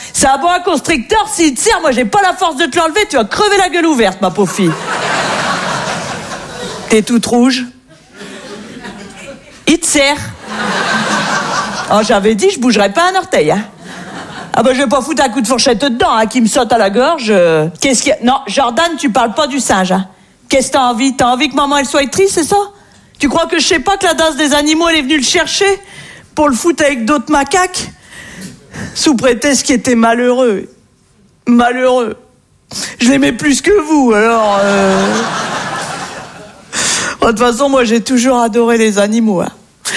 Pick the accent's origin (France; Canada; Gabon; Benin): France; Hauts-de-France; moi je viens du nord de la France. Et c'est vrai qu'on est très gentils dans le nord.